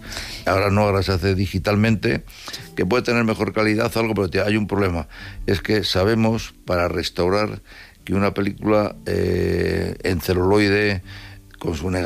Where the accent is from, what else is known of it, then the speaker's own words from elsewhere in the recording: Madrid, Community of Madrid, Spain; Quizás, bueno, la verdad que yo soy de Madrid